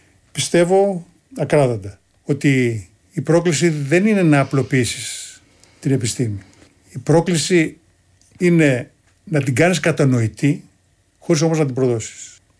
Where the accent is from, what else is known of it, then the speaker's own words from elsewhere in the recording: Kymi, Central Greece, Greece; Έτσι το λέμε στην πατρίδα μου στην Κίμη.